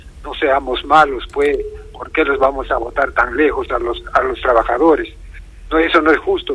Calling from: Arequipa, Peru; soy un vecino de Mariano Melgar.

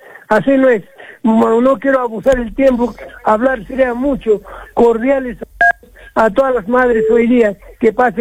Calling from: Peru

